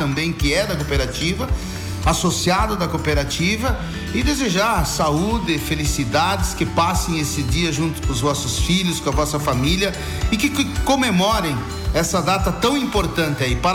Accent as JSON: {"language": "Portuguese", "country": "Brazil"}